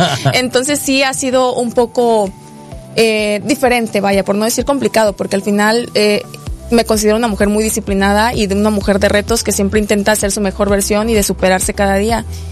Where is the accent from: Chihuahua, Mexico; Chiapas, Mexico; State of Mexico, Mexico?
Chiapas, Mexico; Yo soy chiapaneca y conozco perfectamente de todos los problemas que se viven día a día acá.